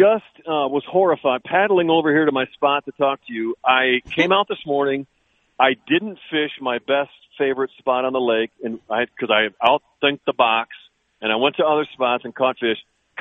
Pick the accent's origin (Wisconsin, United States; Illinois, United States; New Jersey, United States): Wisconsin, United States; Beloit; I'm from Beloit